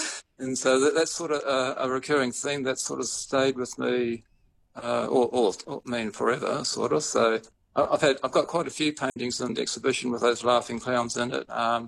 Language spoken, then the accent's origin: English; New Zealand; I come from New Zealand.